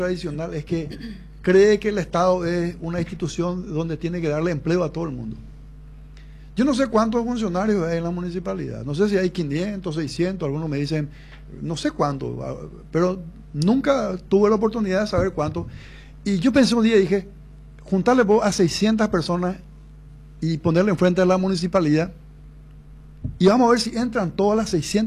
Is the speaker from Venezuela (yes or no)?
no; Paraguay; como paraguayo te digo hoy, y como cristiano